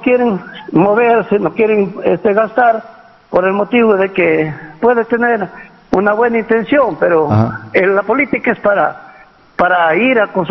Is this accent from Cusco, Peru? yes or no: no; Sócota, Cajamarca, Peru; now in Apona, Peru; me acuerdo cuando nosotros emigramos de la provincia de Cutervo, del distrito de Sócota, y un día como hoy, en la fecha 22 de junio, llegamos a este centro poblado de Apona, en el año 1972